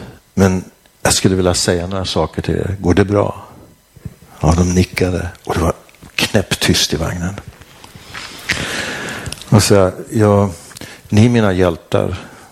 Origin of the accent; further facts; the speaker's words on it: Sweden; jag är präst från Sverige.